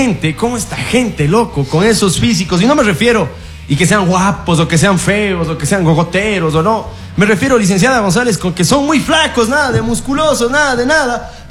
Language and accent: Spanish; Ecuador; como ciudadanos, como sociedad ecuatoriana